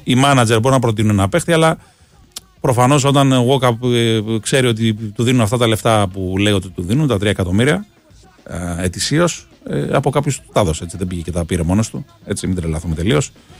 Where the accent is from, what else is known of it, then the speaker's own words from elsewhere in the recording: Greece; Το λέω και ως φίλος της Arsenal, το λέω και ως Έλληνας μαζί, έτσι.